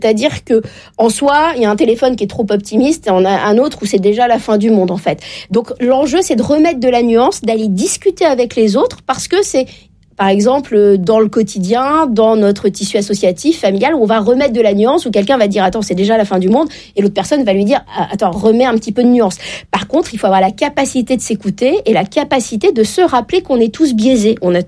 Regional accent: Normandy, France; je viens de la Normandie.

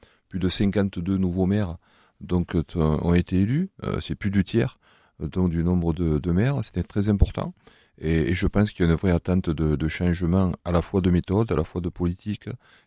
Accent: Provence-Alpes-Côte d'Azur, France; accent: Var accent; Je suis attaché au Var parce que mon accent le démontre déjà. On va dire, il n'est pas commun.

